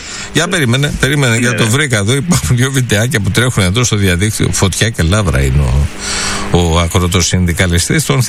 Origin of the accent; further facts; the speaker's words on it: Western Greece, Greece; από το χωριό μου είναι και από το Λοκαρνάνια.